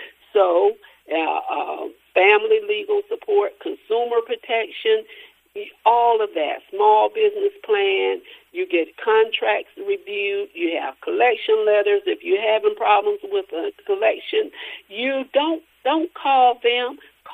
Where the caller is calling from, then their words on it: Atlanta, Georgia, United States; Now, I'm calling you from Atlanta